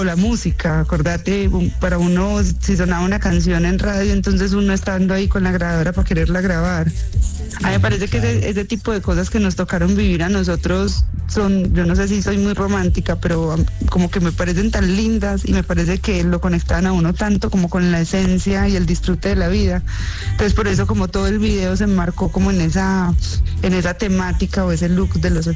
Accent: Antioquia, Colombia; cuando me dicen qué es lo que a mí me identifica como paisa, para mí es la resiliencia. Yo pienso que como colombiana y como país es la resiliencia.

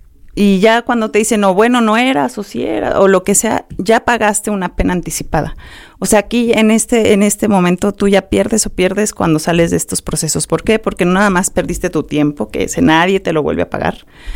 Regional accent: Mexico

